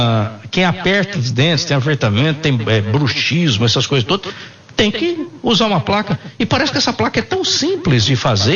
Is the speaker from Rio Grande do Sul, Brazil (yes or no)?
no; São Sebastião do Paraíso, Minas Gerais, Brazil; born there; Nasci lá em São Sebastião do Paraíso